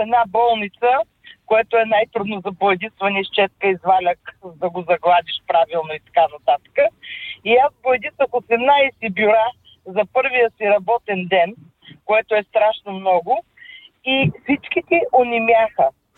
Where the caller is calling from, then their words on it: Plovdiv, Plovdiv Province, Bulgaria; съм от Пловдив.